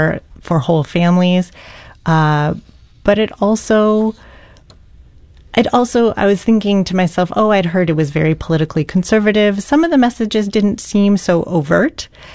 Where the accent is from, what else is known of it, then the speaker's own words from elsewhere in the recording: St. Louis, Missouri, United States; Well, at first, I knew about Branson growing up because I grew up in St. Louis, and when I was a dance student at COCA, several of my teachers had performed in Branson.